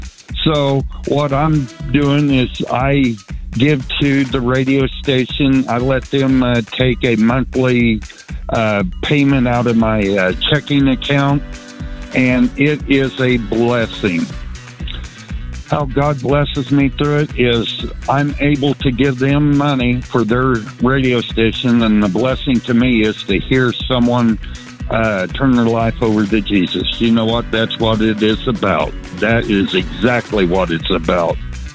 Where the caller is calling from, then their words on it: Topeka, Kansas, United States; I'm from Topeka, Kansas.